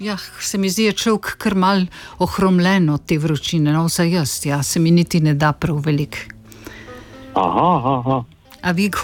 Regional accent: Lucija, Slovenian Littoral, Slovenia; moved away as an adult; also born or lived in Piran; now in Ljubljana, Slovenia; Jaz sem zdaj v Ljubljani že desetletja, ampak drugače sem pa iz Lucije. Pa prej še iz Pirana nekaj let.

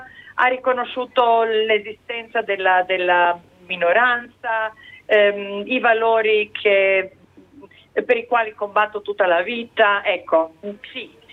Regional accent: Rijeka, Primorje-Gorski Kotar County, Croatia

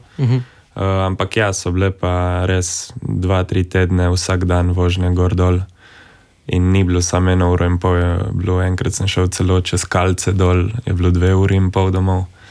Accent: Primorska, Slovenia; smo Primorci zelo ponosni

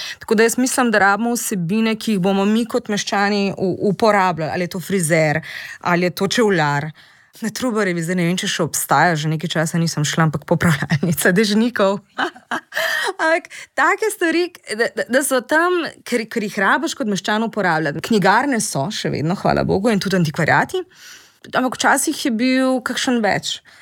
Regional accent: Ljubljana, Central Slovenia, Slovenia; Ampak še vedno pa absolutno, kjer jaz to občutim kot Ljubljančanka

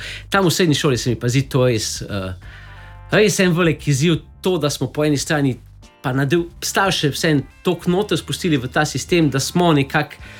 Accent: Velenje, Savinja, Slovenia; Ker sem iz Velenja.

